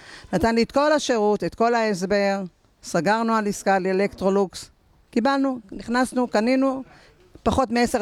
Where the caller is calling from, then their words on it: Kiryat Yam, Haifa District, Israel; אני מקריית ים.